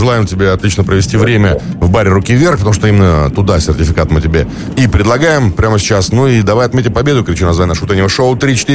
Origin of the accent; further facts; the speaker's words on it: Krasnodar Krai, Russia; я вырос в Краснодарском крае.